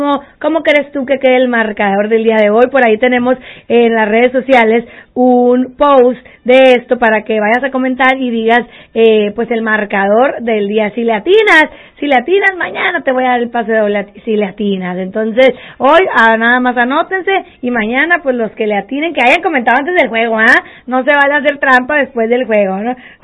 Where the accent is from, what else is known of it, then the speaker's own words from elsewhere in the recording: Mexicali, Baja California, Mexico; Si en Mexicali somos. No, pero en Mexicali somos de México, pues.